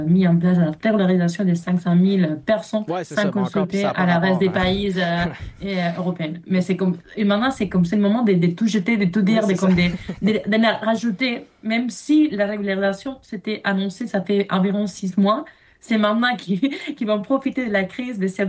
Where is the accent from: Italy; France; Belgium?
Italy; Oui, je suis italienne, mais pour les autres, j'ai pas passé.